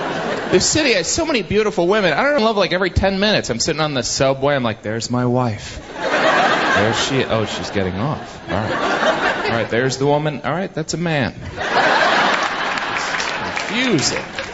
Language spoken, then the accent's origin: English; Indiana, United States; It's more like, we're from Indiana, and we're going to move.